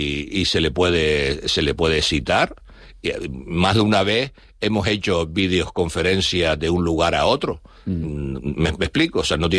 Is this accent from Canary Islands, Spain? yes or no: yes; Canary Islands, Spain; pues francamente me duele como canario.